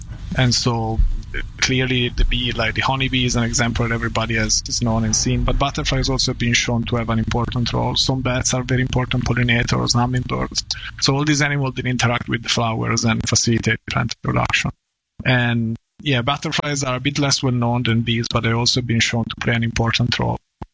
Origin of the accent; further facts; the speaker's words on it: Italy; moved away; I mean, for me, I came from Italy, and the boreal forest is such a wild place. And for us in Europe, we don't have that perception of space and nature in such a large scale.